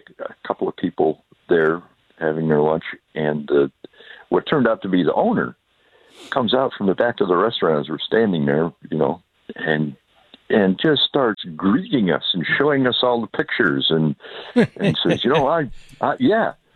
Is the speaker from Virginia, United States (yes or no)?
no; Ohio, United States; where are you from? Ohio. And I said, oh, she said, where from? I said, well, for Georgia County.